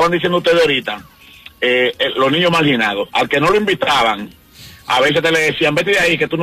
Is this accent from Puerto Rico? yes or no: yes; Puerto Rico; yo me crié en Barrio Blanco. Barrio Blanco